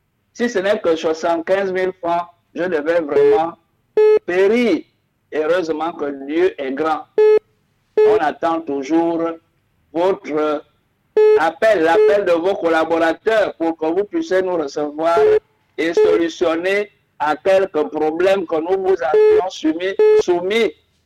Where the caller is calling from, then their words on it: Gabon; Je suis Gabonais de père et de mère.